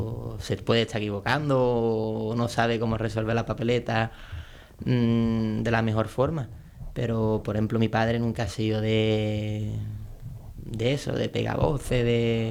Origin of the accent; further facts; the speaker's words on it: Chiclana de la Frontera, Andalusia, Spain; aunque yo sea de Chiclana.